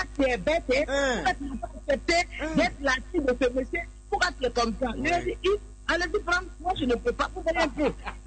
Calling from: Côte d’Ivoire; mon identité, je suis une Ivoirienne.

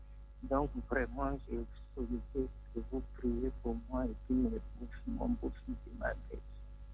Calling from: Abidjan, Côte d’Ivoire; Je vous appelle d'Angré.

